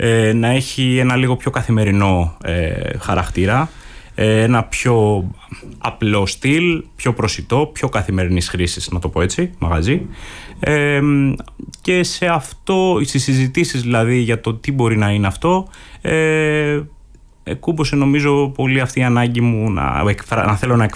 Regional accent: Crete, Greece; Επειδή γενικώς μεγάλωσα στην Κρήτη, έχω ιδιαίτερη αγάπη προφανώς για το τόπο

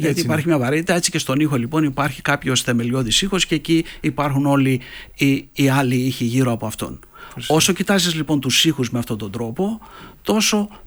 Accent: Liapades, Ionian Islands, Greece; Γεννήθηκα στους Λιαπάδες στην Κέρκυρα, αν γνωρίζεις ένα χωριό κοντά στην Παλιοκαστρίτσα.

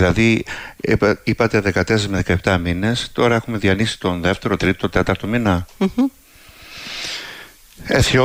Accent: Kasos, South Aegean, Greece; στην ηρωική νήσο Κάσο, στο νησί μου το αγαπημένο

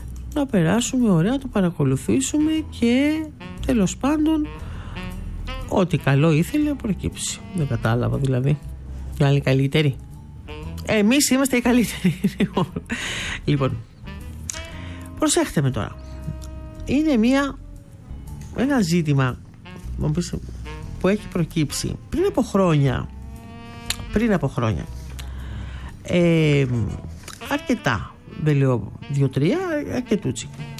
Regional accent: Greece; εμείς που είμαστε Έλληνες

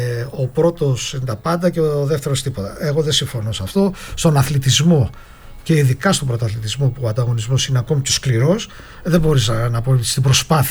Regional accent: Filadelfeia, Attica, Greece; επειδή είμαι γέννημα θρέμα από τη Φιλαδέλφια, Φιλαδελφιώτης

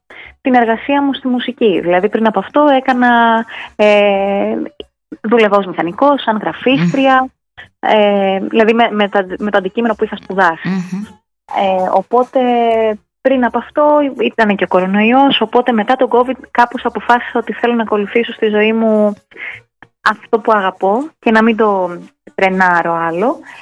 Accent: Crete, Greece; είμαι και από την Κρήτη, οπότε αυτό επίσης το κουβαλάω μουσικά μέσα μου

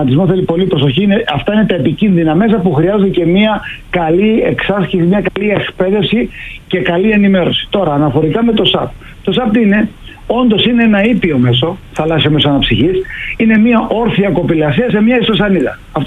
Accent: Greece; Εγώ είμαι Έλληνας πάνω απ' όλα.

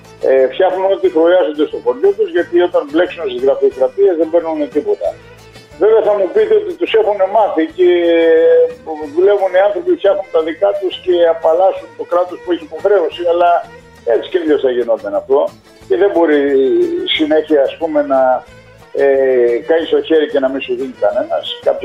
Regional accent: Greece; είναι το χωριό μου, το Μονοκάμπης

